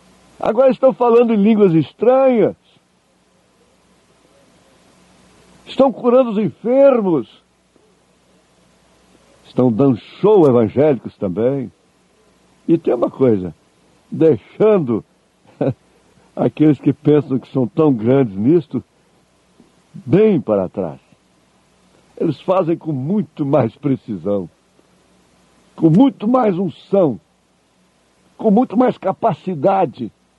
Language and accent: Portuguese; Goiás, Brazil; Eu me criei, eu nasci aqui perto de Goiânia, na cidade mais religiosa do estado.